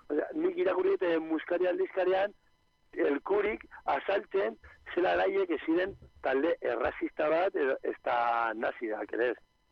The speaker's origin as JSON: {"language": "Basque", "town": "Bilbao", "region": "Basque Country", "country": "Spain", "said": "ni bilbotarra naiz eta kolorea hau ikusten dut, egunero."}